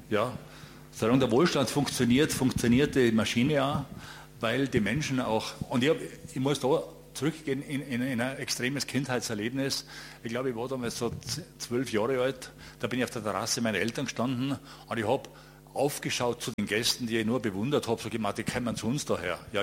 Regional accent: Tyrol, Austria; bei mir in meiner Heimatgemeinde in Reitemalbachtal ist der kommerzialisierte Almabtrieb erfunden worden.

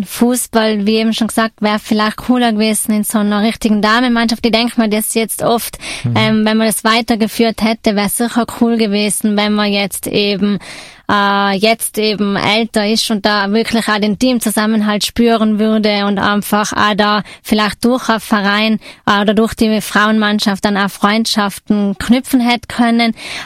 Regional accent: Zams, Tyrol, Austria; also born or lived in Innsbruck; Ja, aufgewachsen sind wir dann in dem Ort, in dem wir ursprünglich dann eigentlich geboren werden wollten, also in Zams

